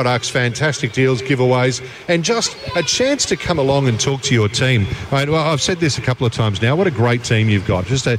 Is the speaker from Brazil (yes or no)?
no; Queensland, Australia; born there; I grew up in the same area where he lives